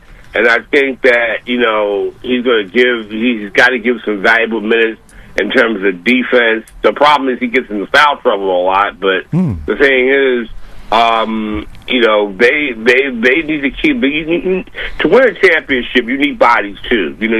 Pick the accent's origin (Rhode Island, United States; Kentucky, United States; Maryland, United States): Maryland, United States; Baltimore; even though I grew up in Baltimore